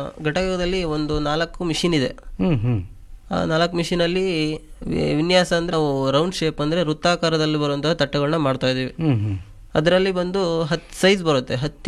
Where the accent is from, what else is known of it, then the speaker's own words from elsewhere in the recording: Hallikere, Karnataka, India; ನನ್ನ ವಿದ್ಯಾಭ್ಯಾಸ ಎಲ್ಲ ಅಲ್ಲೇ ನಮ್ಮ ಹುಟ್ಟೂರಲ್ಲೇ ಆಗಿದೆ ಸರ್.